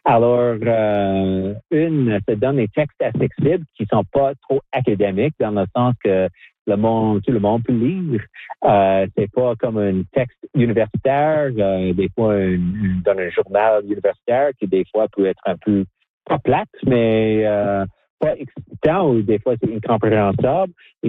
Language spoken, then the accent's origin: French; Saskatchewan, Canada; French is a second language; parce que je viens de Saskatchewan, il n'y a pas beaucoup de français là-bas, et j'ai vraiment appris le français à l'âge de 26 ans quand j'ai joindre l'armée canadienne.